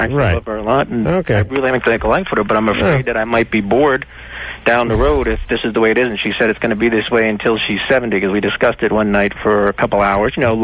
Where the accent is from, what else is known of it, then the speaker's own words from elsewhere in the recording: United States; Okay, I'm a white American, mixed European background, and I'm dating an Asian woman.